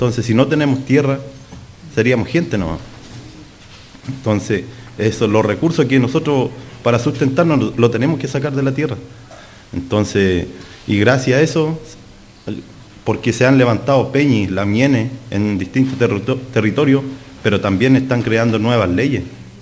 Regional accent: Araucanía, Chile; yo vengo de Malleco

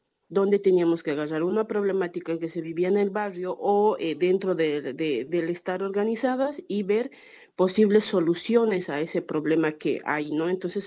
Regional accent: Bolivia; now in Buenos Aires, Argentina; soy una personita aymara, soy y vengo de un pueblo originario del mal llamado Bolivia. Soy migrante en términos de papeles aquí en Argentina, radico en Argentina, ya hace casi 17, 16 años, casi ya.

